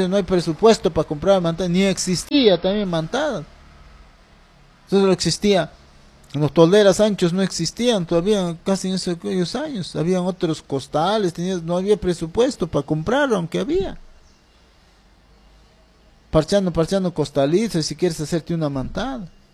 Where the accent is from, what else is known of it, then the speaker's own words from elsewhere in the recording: Ricrán, Junín, Peru; yo soy de un del perteneciente a la provincia de Jauja, un distrito humilde pero de gran corazón llamado Ricrán y su centro poblado Tambillo. De ahí soy yo, donde se cultiva la papa en grandes cantidades, las ganaderías de entre vacunos y ovinos y muchos emprendedores más